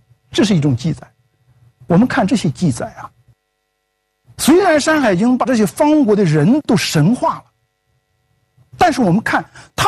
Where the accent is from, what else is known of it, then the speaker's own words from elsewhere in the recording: China; 我们中国人呢，有祭拜龙王的这样的传统和习惯。